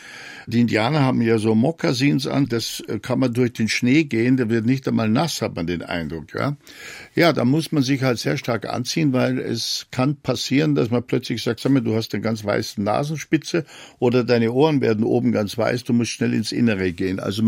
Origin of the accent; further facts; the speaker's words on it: Germany; moved away as an adult; also born or lived in Edmonton, Canada; weil wir als Deutsche glauben, in einem Vorstellungsgespräch zieht man sich sauber an mit Anzug und Krawatte